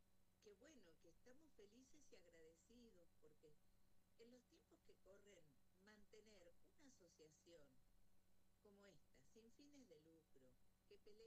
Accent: Neuquén, Argentina; somos de Neuquén, pero somos de Argentina

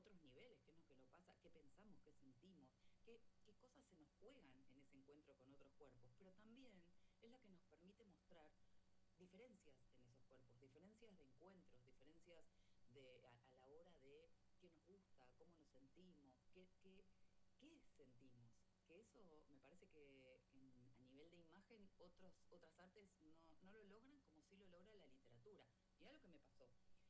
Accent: Argentina

